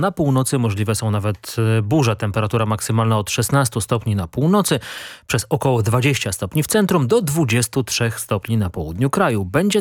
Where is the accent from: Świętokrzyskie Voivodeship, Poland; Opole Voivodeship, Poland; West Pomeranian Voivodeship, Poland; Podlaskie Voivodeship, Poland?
Świętokrzyskie Voivodeship, Poland; Kielce; jestem z Kielc rodem.